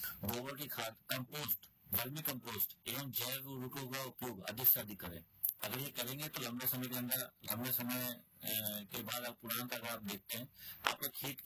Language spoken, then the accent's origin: Hindi; Kutch, Gujarat, India; कच्छ की परिस्थितियाँ इस समस्या को और गंभीर बनाती है क्योंकि हमारा जिला पूर्ण रूप से शुष्क क्षेत्र में आता है जहाँ औसत वार्षिक जो वर्षा है हमारी वो 250 से 350 मिलीमीटर होती है।